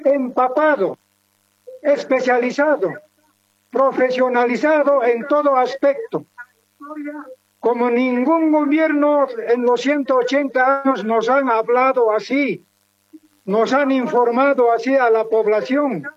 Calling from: La Paz, Bolivia

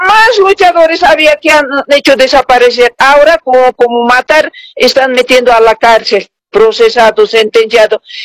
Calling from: Bolivia; Nosotros, los bolivianos, los originarios

